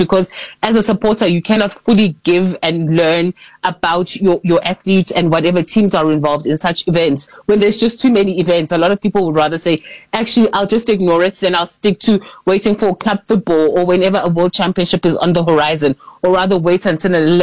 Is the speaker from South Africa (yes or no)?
yes; South Africa